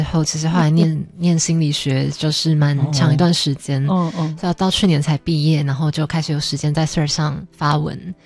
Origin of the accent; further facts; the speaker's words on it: Taiwan; first language Taiwanese Hokkien; 就是我阿公阿嬷讲这个语言，它是一个我从小听了很多，可是在求学过程被遗忘的母语。